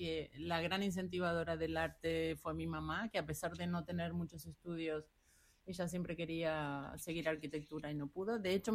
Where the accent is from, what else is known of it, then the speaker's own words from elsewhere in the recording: Argentina; Bueno, a mi infancia, a mi adolescencia en Argentina, que me emociona un poco también, ¿no?